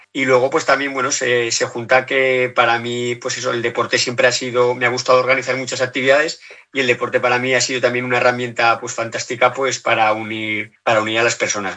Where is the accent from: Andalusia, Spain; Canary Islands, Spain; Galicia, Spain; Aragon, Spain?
Aragon, Spain; Híjar; soy de pueblo, de Híjar